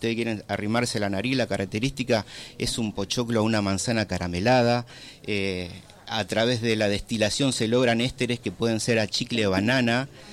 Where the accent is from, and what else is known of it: Argentina